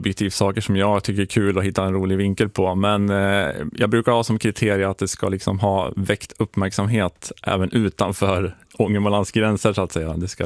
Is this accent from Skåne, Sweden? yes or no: no; Alnö, Västernorrland County, Sweden; Jag är uppvuxen på Alnö